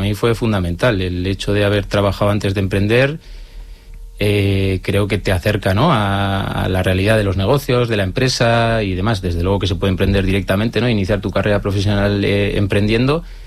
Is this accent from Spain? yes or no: yes; Vitoria-Gasteiz, Basque Country, Spain; somos de aquí de Vitoria y decidimos emprender aquí.